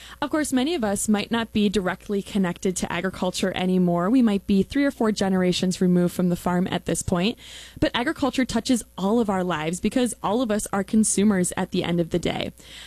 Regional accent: Wisconsin, United States; I grew up in Wisconsin's dairy community

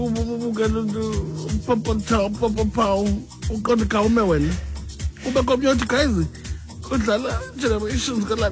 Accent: Australia; Unfortunately, I'm the Australian, so but I do know at home that no one is going to watch nothing else except for World Cup.

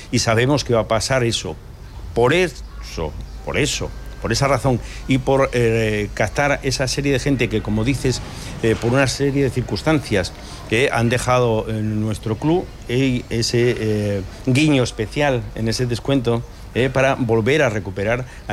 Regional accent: Spain; pero es verdad que como buenos españoles no debemos de esperar al último día

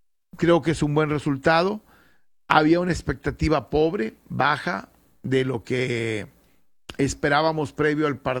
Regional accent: Mexico

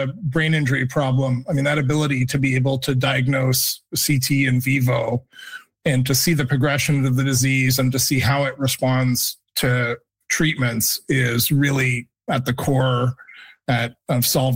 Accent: Canada; I'm always very proud as a Canadian

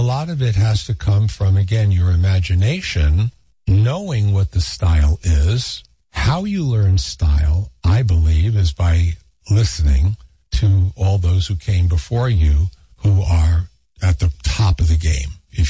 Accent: New York City, New York, United States; which fortunately I grew up in New York City, so we had an enormous one.

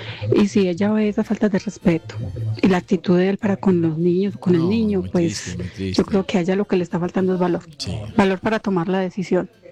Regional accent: Medellín, Antioquia, Colombia; soy de Medellín.

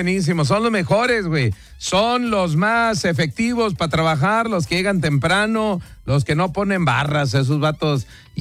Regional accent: Mexico; ¿Para qué somos buenos los mexicanos, los mexas?

